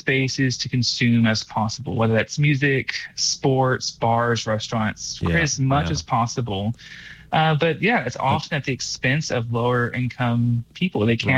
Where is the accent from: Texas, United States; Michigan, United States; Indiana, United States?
Texas, United States; Austin; So I grew up around Austin. So music has always been part of my life.